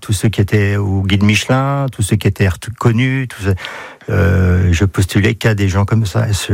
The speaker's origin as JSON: {"language": "French", "town": "Nancy", "region": "Grand Est", "country": "France", "tie": "born or raised there", "said": "Ah, mais je suis né à Nancy, moi. Oui, ça fait un bout de temps."}